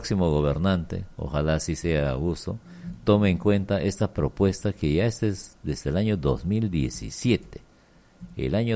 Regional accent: San Martín, Peru; el símbolo que nos identifique como sanmartinenses

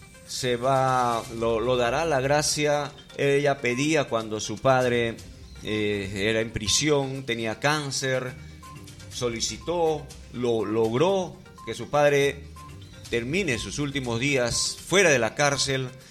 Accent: Peru; Ese tema, el tema judicial, como peruanos, en realidad, todos tenemos un cierto temor meternos o llegar a un problema, estar en una situación legal

